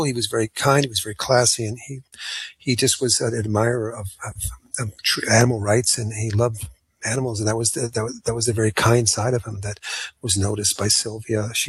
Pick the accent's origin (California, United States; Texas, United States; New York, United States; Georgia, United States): California, United States; Hollywood; growing up in Hollywood, I have a tendency to like older films up until the 80s